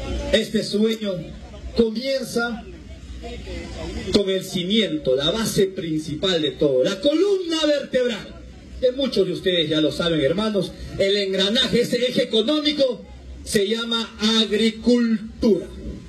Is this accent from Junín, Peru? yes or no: yes; Pichanaki, Junín, Peru; moved away as an adult; also born or lived in Lima; Yo nací aquí en Pichanaki, en mi linda tierra que me vio nacer y crecer. A los 7 años, como ustedes saben, quedé huérfano de padre, madre y hermano.